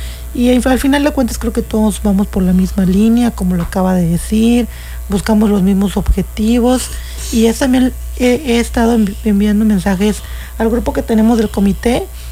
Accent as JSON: {"language": "Spanish", "region": "Yucatán", "country": "Mexico", "tie": "born or raised there", "also_born_or_lived": "Chetumal, Quintana Roo", "moved": "yes", "lives_now": "Quintana Roo, Mexico", "said": "a pesar de que soy de Quintana Roo y Chetumal, y mi familia parte de Cancún, yo nunca crecí aquí, yo crecí en Yucatán."}